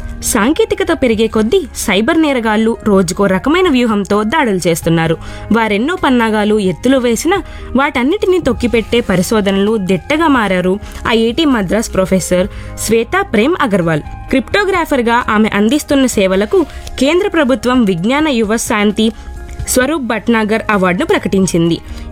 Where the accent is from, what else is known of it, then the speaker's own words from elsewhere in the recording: Pune, Maharashtra, India; మాది పూణే, మధ్యతరగతి కుటుంబం.